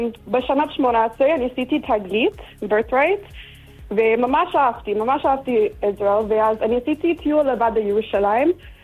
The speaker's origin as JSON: {"language": "Hebrew", "town": "Toronto", "region": "Ontario", "country": "Canada", "second_language": "Hebrew", "moved": "as an adult", "lives_now": "Eilat, Israel", "said": "אני לא מארצות הברית, אני מקנדה, טורונטו"}